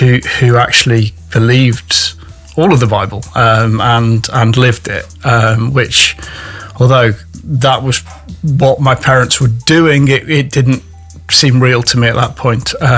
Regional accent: West Midlands, United Kingdom; now in Nottingham, United Kingdom; I was brought up a little village in Staffordshire with my parents, and they took me to and my brother and sister to a Methodist church as we grew up

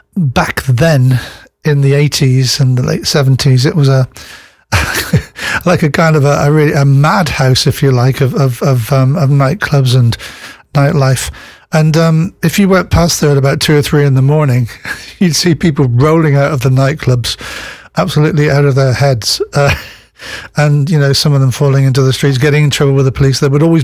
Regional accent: Plymouth, South West England, United Kingdom; But I was born in Plymouth, so I'm a Janner. But I also, I've lived in Plymouth most of my life since I was 18.

